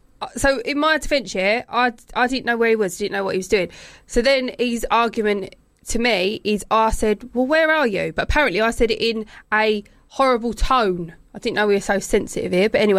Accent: Gravesend, South East England, United Kingdom; I'm from Gravesend.

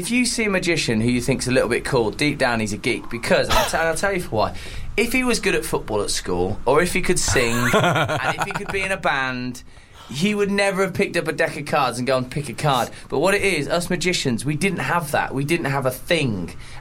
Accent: Birmingham, West Midlands, United Kingdom; I'm from Birmingham and we're British.

